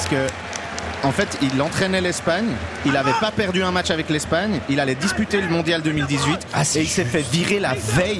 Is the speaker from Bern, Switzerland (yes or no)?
no; Geneva, Switzerland; Moi, je suis genevois et j'ai kiffé pour vous.